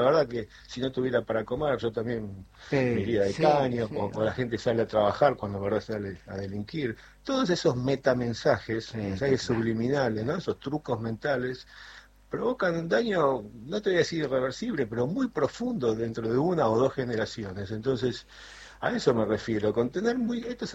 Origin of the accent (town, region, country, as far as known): Argentina